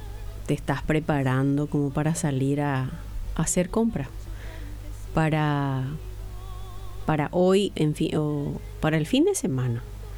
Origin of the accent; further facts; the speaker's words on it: Paraguay; Pero Paraguay es el único país que tiene un idioma nativo, así como el castellano. O sea que más del 80% hablamos guaraní.